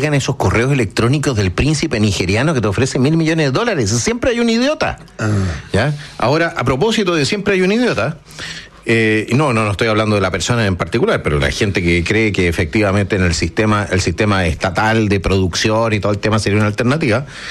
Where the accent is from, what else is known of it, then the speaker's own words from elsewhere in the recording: Chile; somos todos chilenos, los empresarios y los trabajadores somos chilenos